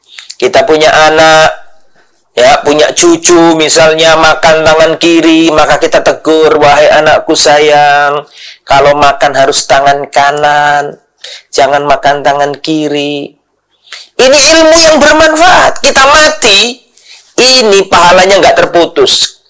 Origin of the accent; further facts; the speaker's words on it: Lamongan, East Java, Indonesia; daerah saya itu di Lamongan sana